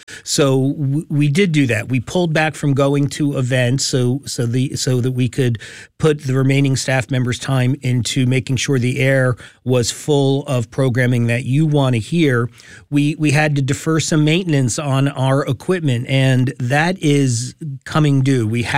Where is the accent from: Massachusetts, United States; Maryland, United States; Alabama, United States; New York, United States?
Maryland, United States; moved away as an adult; now in Florida, United States; I come from Maryland, spent a lot of time in Maryland